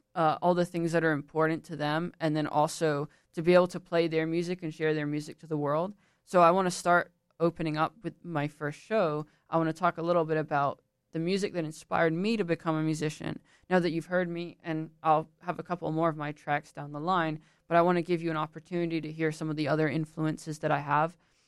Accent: New Smyrna Beach, Florida, United States; the harbor of New Smyrna Beach, which is my hometown.

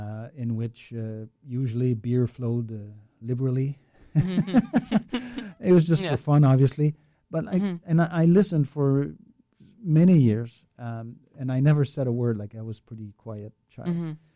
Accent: Quebec, Canada; also born or lived in Montreal; now in Orlando area, United States; forgive the accent, but I was born in Montreal and raised in the mountains north of Montreal.

